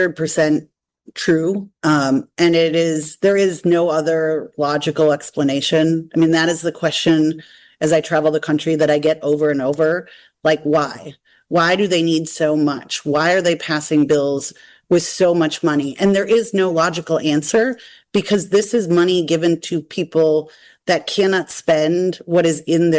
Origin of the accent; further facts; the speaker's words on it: Wisconsin, United States; there's one that is about, you know, 20 miles up the road from my hometown, and in a very small town, a pretty Republican part of the country, on north of Milwaukee in Port Washington, Wisconsin.